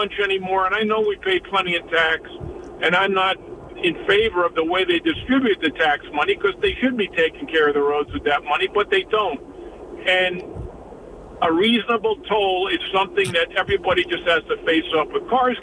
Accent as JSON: {"language": "English", "region": "New Jersey", "country": "United States", "tie": "born or raised there", "also_born_or_lived": "Chicago", "moved": "yes", "lives_now": "Charlotte, United States", "said": "Well, I grew up in New Jersey"}